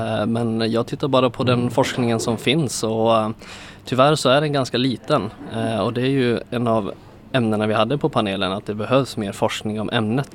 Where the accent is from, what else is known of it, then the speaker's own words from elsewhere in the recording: Umeå, Västerbotten County, Sweden; now in Gothenburg, Sweden; Jag som är född och uppvuxen i Umeå, men har tillbringat väldigt mycket tid i min släkt, hos min släkt i Tornedalen, har ju som ett perspektiv att vara från båda världarna hela min liksom, uppväxt.